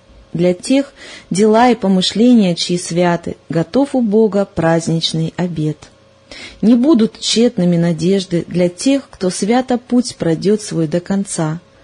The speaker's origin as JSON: {"language": "Russian", "town": "Teploklyuchenka", "region": "Issyk-Kul Region", "country": "Kyrgyzstan", "tie": "born there", "said": "Родилась я в Киргизии, в селе Теплоключенка."}